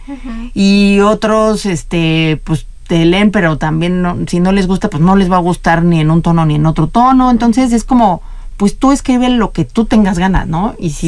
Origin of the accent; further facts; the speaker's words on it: Querétaro, Mexico; born there; así sí soy muy queretana de sí. todo, de que aquí nací, de papás queretanos. Entonces, pues sí, tengo toda esa identidad muy arraigada conmigo.